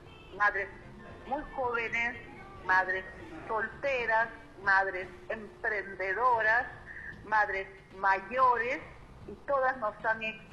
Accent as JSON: {"language": "Spanish", "country": "Peru", "said": "también soy política peruana"}